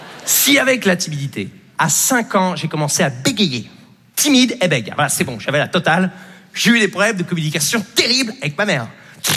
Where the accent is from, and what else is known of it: Normandy, France; born or raised there